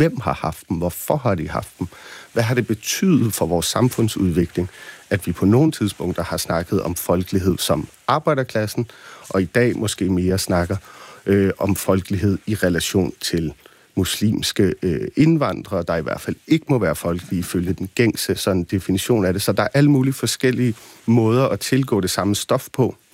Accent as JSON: {"language": "Danish", "town": "Copenhagen", "region": "Capital Region of Denmark", "country": "Denmark", "tie": "born or raised there"}